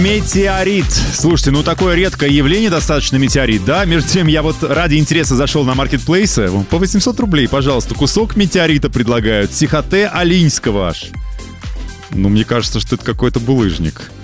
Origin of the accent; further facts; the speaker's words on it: Kaliningrad, Kaliningrad Oblast, Russia; Я тут из Калининграда вернулся не так давно. Моя родина, поэтому периодически наведываюсь туда и семью проведать, родителей.